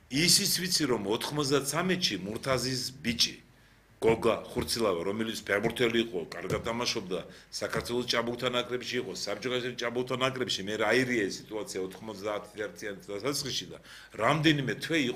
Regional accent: Sukhumi, Abkhazia, Georgia; moved away; მე სოხუმელი ვარ თვითონ

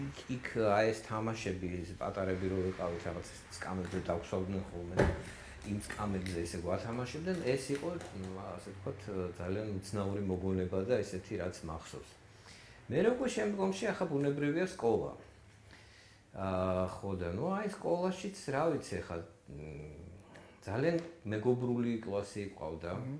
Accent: Tbilisi, Georgia; დაიბადე ბუნებრივია ქალაქ თბილისში. როგორც მითხრეს ვერაზე.

